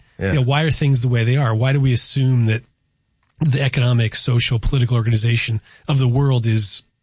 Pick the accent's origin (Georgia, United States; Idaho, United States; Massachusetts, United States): Massachusetts, United States; Chicopee; my hometown in Chicopee